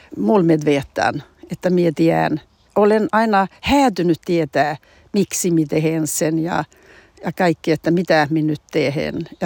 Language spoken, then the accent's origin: Finnish; Torne Valley, Norrbotten County, Sweden; now in Skåne, Sweden; olen ylpeä, että olen Tornionlaaksosta. Kotiseutu on tärkeä, sitten se kulttuuri, missä olen kasvanut ylös ja, niin, ja kieli ja kaikki tämän Tornionlaakson kulttuuri on ollut tärkeä mulle.